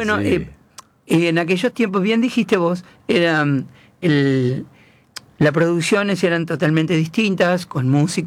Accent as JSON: {"language": "Spanish", "town": "San Nicolás de los Arroyos", "region": "Buenos Aires Province", "country": "Argentina", "tie": "born or raised there", "said": "cantaba cuando tenía 8 años en una radio AM de mi pueblo natal, de mi ciudad natal, en San Nicolás, la LT24."}